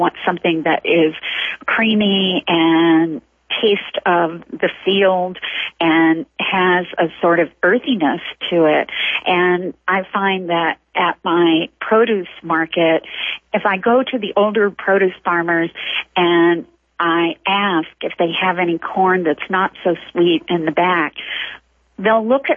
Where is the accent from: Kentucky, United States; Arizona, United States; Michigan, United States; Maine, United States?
Kentucky, United States; Corbin; So this happened in the town that I grew up in Corbin, Kentucky.